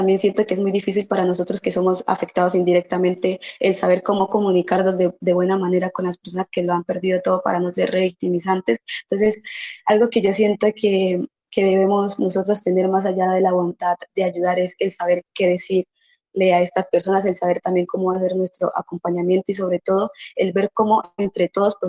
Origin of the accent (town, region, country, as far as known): Colombia; now in Palmira, Colombia